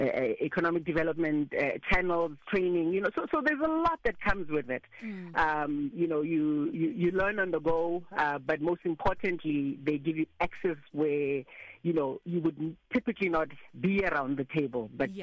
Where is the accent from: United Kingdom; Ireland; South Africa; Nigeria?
South Africa; I can say I'm proudly South African and I fly the flag as high as I possibly can.